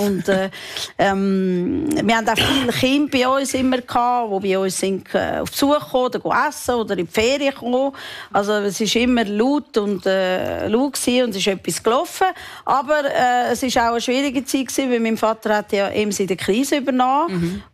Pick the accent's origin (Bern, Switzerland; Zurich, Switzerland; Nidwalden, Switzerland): Zurich, Switzerland; Meilen; Ja, ich bin, Meilen.